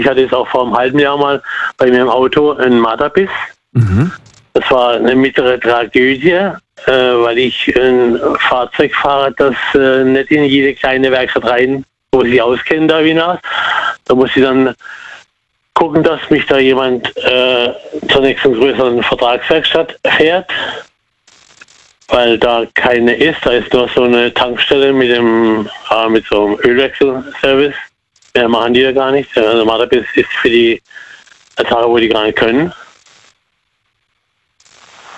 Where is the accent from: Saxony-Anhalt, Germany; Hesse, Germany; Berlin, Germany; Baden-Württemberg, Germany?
Baden-Württemberg, Germany; Muggensturm; Ja, ich komme aus Muggensturm.